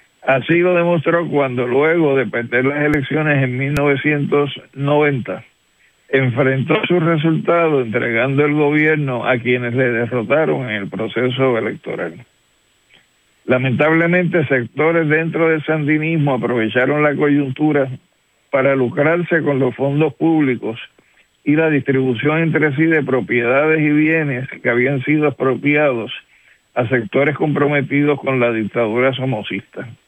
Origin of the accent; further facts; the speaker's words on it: Puerto Rico; Como puertorriqueño, sin embargo, a pesar de los cambios habidos dentro del gobierno sandinista, tenemos que reconocer la solidaridad consecuente del Frente y su dirección con el reclamo de la independencia y la descolonización de Puerto Rico